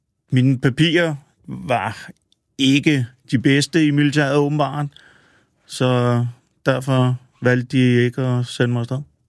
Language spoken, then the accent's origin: Danish; Copenhagen, Capital Region of Denmark, Denmark; Jeg er født og opvokset på Østerbro, ja.